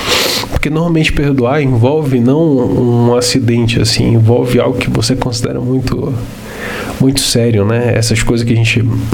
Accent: Belém, Pará, Brazil; also born or lived in Macapá; Eu sou nascido e criado na região norte do país. Eu sou nascido em Macapá, fui criado em Belém do Pará.

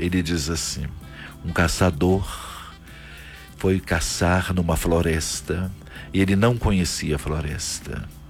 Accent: Santos Dumont, Minas Gerais, Brazil; moved away; lá em Santos Dumont, na minha terra

